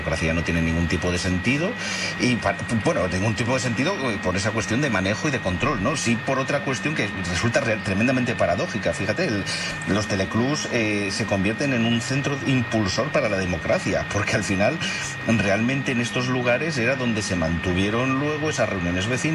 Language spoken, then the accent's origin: Spanish; Spain; Pues yo siempre comento una cosa, y si me lo permites, que somos españoles, somos latinos.